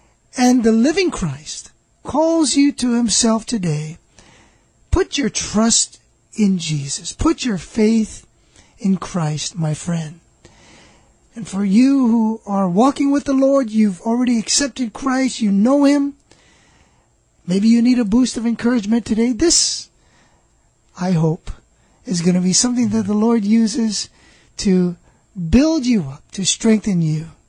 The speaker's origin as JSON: {"language": "English", "town": "Honolulu", "region": "Hawaii", "country": "United States", "tie": "born or raised there", "said": "I grew up here in Hawaii, in a nice little area called Moanalua. Mm-hmm. And, you know, back then in the late 60s, early 70s, while I was growing up"}